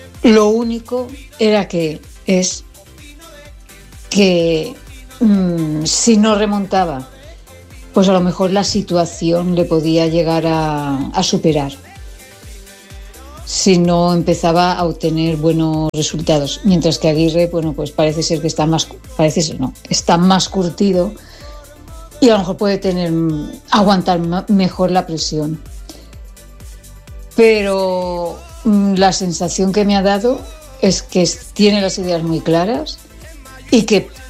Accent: Segorbe, Valencian Community, Spain

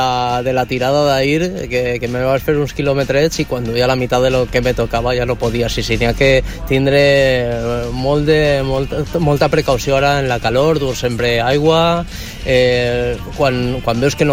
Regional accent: L'Eliana, Valencian Community, Spain; Jo, per exemple, soc de l'Eliana, ara parlarem de la Volta al Peu del meu poble

